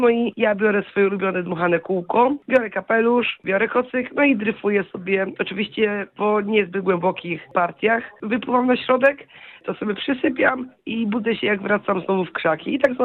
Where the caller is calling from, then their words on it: Katowice, Silesian Voivodeship, Poland; Jestem z Katowic.